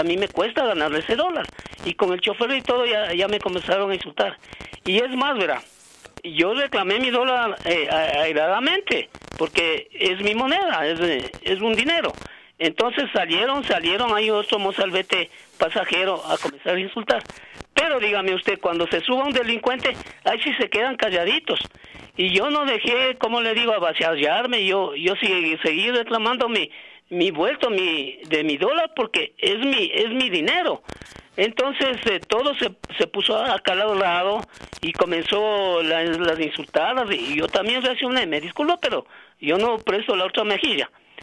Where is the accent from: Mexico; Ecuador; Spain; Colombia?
Ecuador; Quito, Pichincha; yo muy amablemente, educadamente, como somos los quiteños, yo le pedí el cambio.